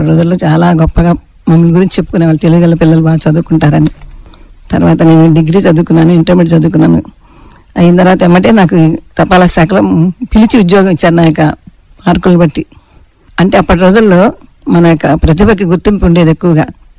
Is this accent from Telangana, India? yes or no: no; Anantavaram, Andhra Pradesh, India; moved away; నా చిన్నతనం అనంతవరం పల్లెటూరులో గడిచిందండి. నేను ఎలిమెంటరీ స్కూల్లోను, జిల్లా పరిషత్ హై స్కూల్లోను, 10వ తరగతి వరకు అనంతవరం గ్రామంలోనే చదువుకున్నాను.